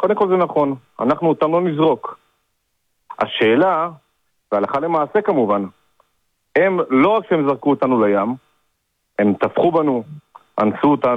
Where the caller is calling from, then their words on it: Rehovot, Central District, Israel; אני מרחובות.